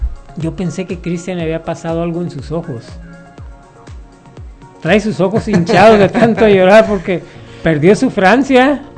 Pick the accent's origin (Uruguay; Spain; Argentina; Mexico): Mexico